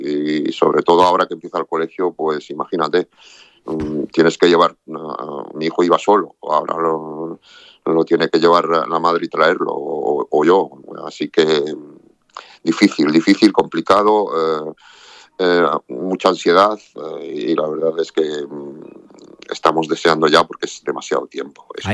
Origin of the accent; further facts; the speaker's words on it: Ceuta, Spain; nos lo estamos comiendo los ceutíes y no nos lo merecemos. Nosotros somos tan españoles como cualquiera en la península.